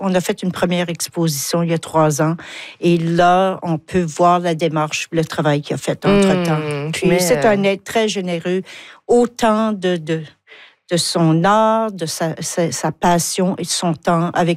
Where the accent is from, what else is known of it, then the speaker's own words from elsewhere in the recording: Carentan, Canada; Je viens de Carentan, donc c'est une pile de roches avec du ciment puis une plaque en bronze.